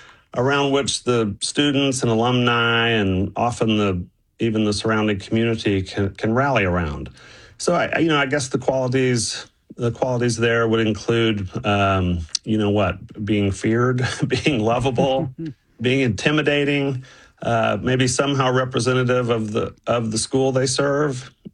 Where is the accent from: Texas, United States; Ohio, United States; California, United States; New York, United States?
Texas, United States; Temple; And I grew up in Temple. I was a wildcat